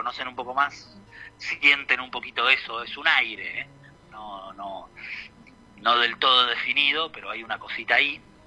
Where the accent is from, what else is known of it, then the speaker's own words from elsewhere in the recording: Mar del Plata, Buenos Aires Province, Argentina; born there; now in Buenos Aires, Argentina; Nací en La Plata, viví un poco en La Plata, un poco en Mar del Plata. Toda la parte de comenzar a tocar la guitarra fue en Mar del Plata, así que me siento un poco más marplatense. Cuando hablo de música y me preguntan de dónde soy, me sale decir Mar del Plata.